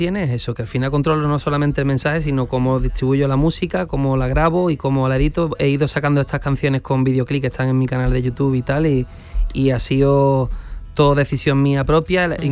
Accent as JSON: {"language": "Spanish", "town": "El Puerto de Santa María", "region": "Andalusia", "country": "Spain", "lives_now": "Seville, Spain", "said": "yo soy también del puerto Santa María, yo soy de Cádiz"}